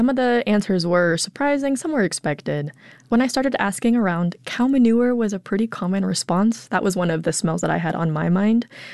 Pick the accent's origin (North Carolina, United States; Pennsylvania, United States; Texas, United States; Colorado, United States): Colorado, United States; I grew up in Colorado, so that's kind of a defining smell for me.